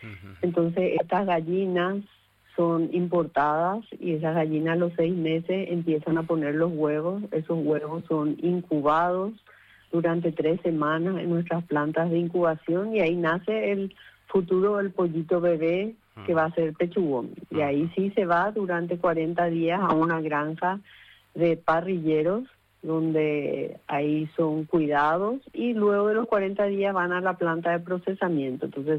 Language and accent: Spanish; Paraguay